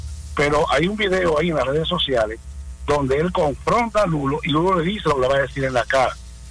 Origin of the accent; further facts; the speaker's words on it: Quisqueya, San Pedro de Macorís, Dominican Republic; yo soy de Quisqueya, ahí me crié.